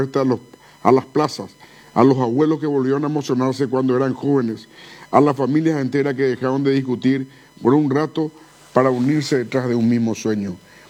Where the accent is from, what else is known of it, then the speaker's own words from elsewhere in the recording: Paraguay; cada rostro desencajado al final del partido nos recordó quiénes somos como paraguayos